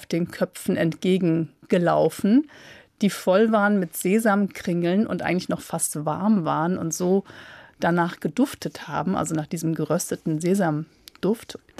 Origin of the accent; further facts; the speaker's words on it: Düsseldorf, North Rhine-Westphalia, Germany; born there; now in Cologne, Germany; ich würde mich heute als Kölnerin bezeichnen, obwohl ich in Düsseldorf geboren bin.